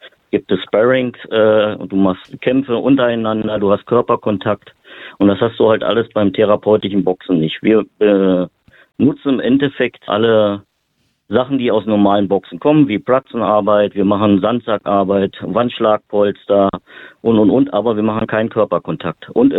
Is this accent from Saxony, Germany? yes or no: no; Berlin, Germany; Ich komme aus Berlin, in 5 Jahren mit Kinderkarate angefangen